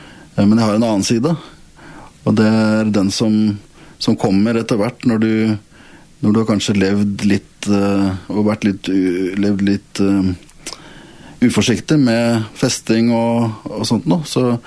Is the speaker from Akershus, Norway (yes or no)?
yes; Lillestrøm, Akershus, Norway; now in Sørlandet, Norway; jeg kommer jo ikke fra Sørlandet, det jo lett å høre, men hjertet mitt er sørlandsk. Jeg opprinnelig fra Lillestrøm